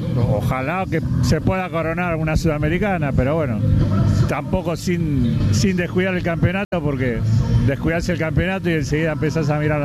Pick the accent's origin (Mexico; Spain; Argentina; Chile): Argentina; Paso del Rey, Buenos Aires Province; born there; soy de Paso del Rey, zona oeste, bueno, hincha de Tigre, y edad 62